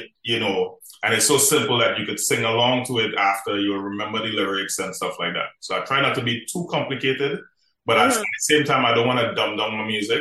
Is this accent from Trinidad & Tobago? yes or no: yes; Marabella, San Fernando, Trinidad & Tobago; But growing up in Marabella, I wasn't really into the music like that.